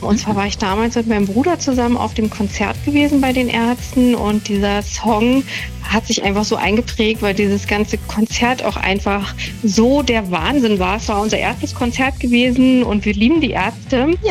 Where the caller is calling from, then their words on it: Berlin, Germany; Also ich komme eigentlich aus Berlin